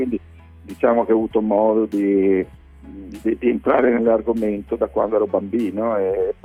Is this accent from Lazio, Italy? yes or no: no; Venice, Veneto, Italy; Io sono cresciuto a Venezia.